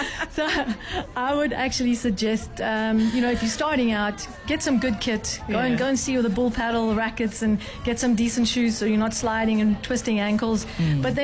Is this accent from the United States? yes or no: no; Cape Town, Western Cape, South Africa; Okay, so obviously I'm from Cape Town. Not too many Cape Townians made the event